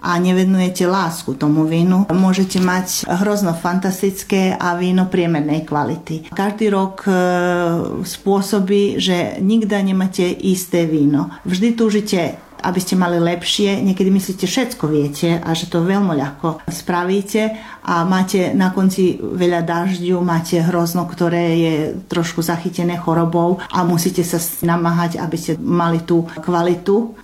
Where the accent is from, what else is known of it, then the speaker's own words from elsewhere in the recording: Ilok, Vukovar-Srijem County, Croatia; also born or lived in Nitra, Slovakia; lebo predsa sme my tu už dlho rokov v Iloku. Ako máme pôvod zo Slovenska